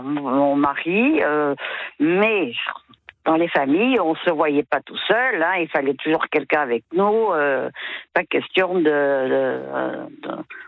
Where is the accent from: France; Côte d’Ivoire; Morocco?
France; Nouvelle-Aquitaine; born or raised there